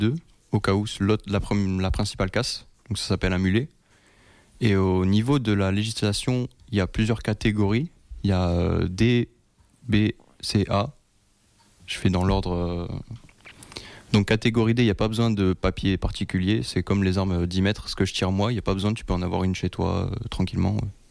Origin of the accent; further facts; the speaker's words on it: Perpignan, Occitanie, France; moved away as an adult; now in Bordeaux, France; là d'où je viens, donc à Perpignan